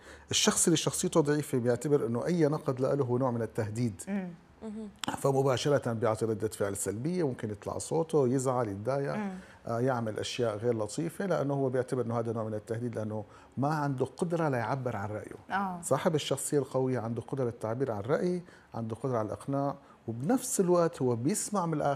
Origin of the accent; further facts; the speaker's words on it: Syria; هلا أنا بشوف نحن كسوريين تحديدا بحاجة لكل لحظة فرح